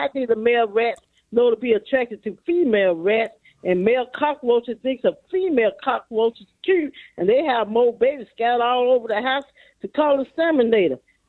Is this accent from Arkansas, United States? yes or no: yes; Pine Bluff, Arkansas, United States; That's my hometown.